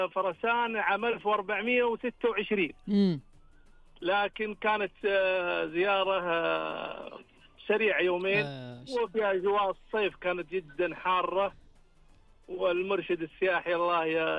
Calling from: Jeddah, Makkah Province, Saudi Arabia; اكلمك من جدة

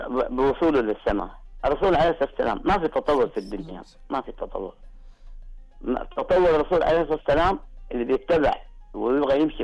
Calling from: Jeddah, Makkah Province, Saudi Arabia

